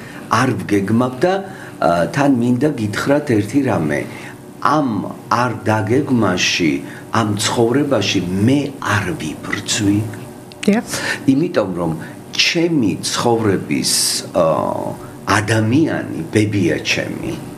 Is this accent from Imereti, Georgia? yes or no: yes; Chiatura, Imereti, Georgia; moved away; მე გავიზარდე და დავიბადე ჭიათურაში.